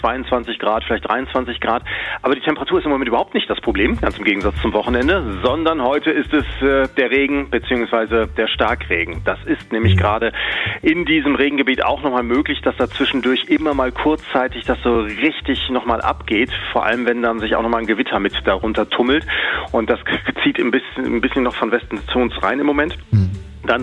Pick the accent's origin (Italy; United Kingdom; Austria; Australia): Australia; Oh, da würde ich mich, als Australier hätte ich aber Probleme, da aufs Tor zu schießen.